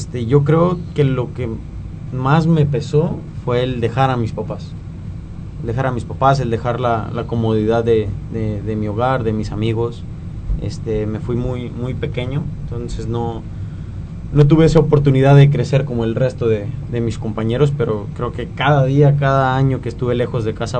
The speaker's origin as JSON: {"language": "Spanish", "town": "Sombrerete", "region": "Zacatecas", "country": "Mexico"}